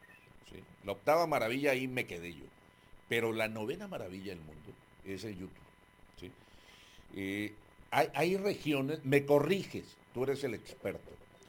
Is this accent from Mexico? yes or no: yes; Nayarit, Mexico; soy del estado de Nayarit, pero en la parte de la costa.